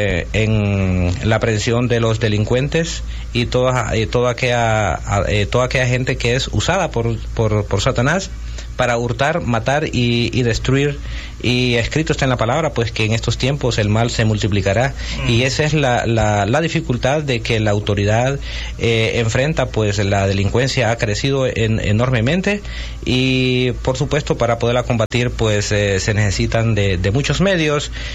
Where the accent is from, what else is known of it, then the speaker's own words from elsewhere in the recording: Curarén, Francisco Morazán, Honduras; born there; also born or lived in Tegucigalpa; now in San Pedro Sula, Honduras; Nací en Curarén, un municipio de Francisco Morazán. Y hice mis estudios secundarios y también de formación policial en Tegucigalpa, en la Academia Nacional de Policía.